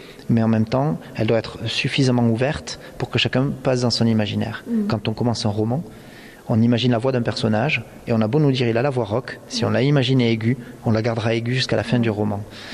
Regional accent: Occitanie, France; Je suis un enfant du pays et c'est vrai que je ne boude pas de mon plaisir quand je reçois une commande d'ici.

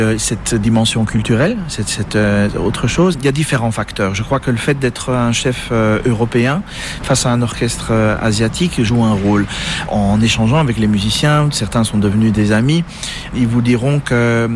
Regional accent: Belgium; D'autant plus la belgitude, la Belgique, d'abord, étant donné que je suis belge...

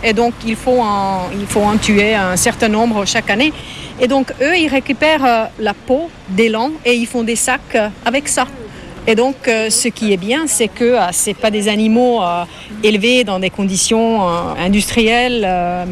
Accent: Turku, Southwest Finland, Finland; Non, je viens de Turku.

